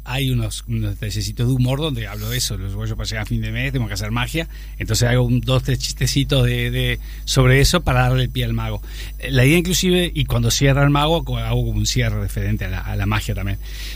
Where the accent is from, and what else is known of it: Uruguay